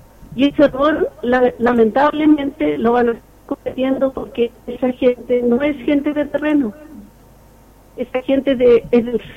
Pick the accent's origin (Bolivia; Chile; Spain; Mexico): Chile; somos todos chilenos.